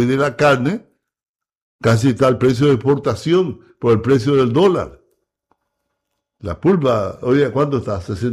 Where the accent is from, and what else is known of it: Paraguay